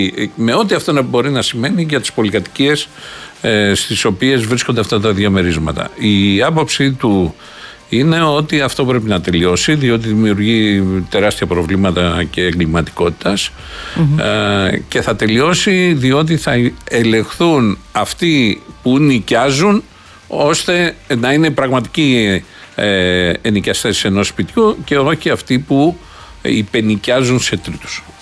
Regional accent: Greece; νοικιάζει ένα διαμέρισμα από εμένα που είμαι Έλληνας

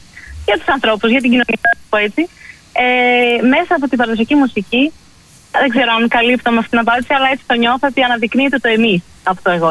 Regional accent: Thessaloniki, Central Macedonia, Greece; Εγώ γεννήθηκα μεγάλο στη Θεσσαλονίκη, mm-hmm. αλλά οι ρίζες μου από τον πατέρα μου είναι από τη Χαλκιδική, από την Γαλάκτα Χαλκιδικής. Mm-hmm. Και από τη μητέρα μου είμαι από την Ανατολική Θράκη, από εκεί κάτι χωριά. Mm-hmm. Οι παππούδες ήρθανε μπροστά εδώ.

